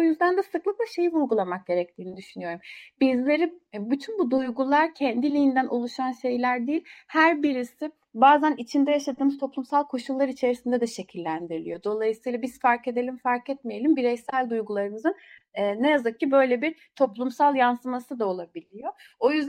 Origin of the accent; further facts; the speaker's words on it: Istanbul, Turkey; Ankara övmen bir İstanbullu olarak beni çok şaşırttı.